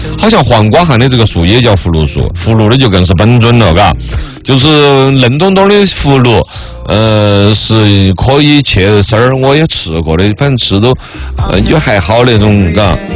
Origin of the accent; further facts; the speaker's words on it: China; 我们中国人